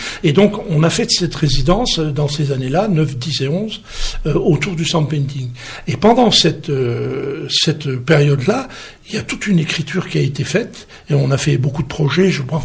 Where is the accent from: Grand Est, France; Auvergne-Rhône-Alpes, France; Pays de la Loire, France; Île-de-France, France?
Grand Est, France; Metz; Moi, je suis plutôt de Metz, hein. Mais je suis seul aussi, ouais. De Metz.